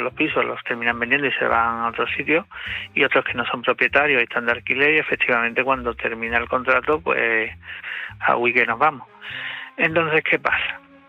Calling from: Málaga, Andalusia, Spain; yo soy de Málaga.

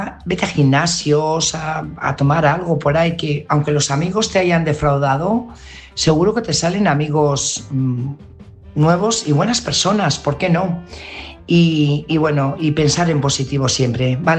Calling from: Burgos, Castile and León, Spain; corresponsal de Burgos.

